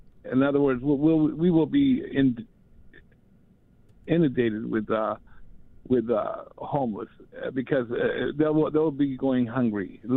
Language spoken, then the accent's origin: English; Los Angeles, California, United States; because I'm from Los Angeles